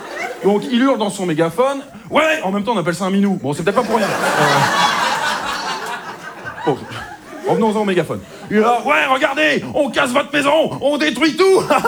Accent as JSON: {"language": "French", "region": "Hauts-de-France", "country": "France"}